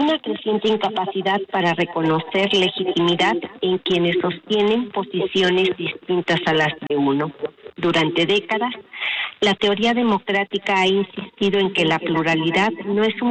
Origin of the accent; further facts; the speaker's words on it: Mexico; Como muchos mexicanos, comparto el orgullo del triunfo de nuestra selección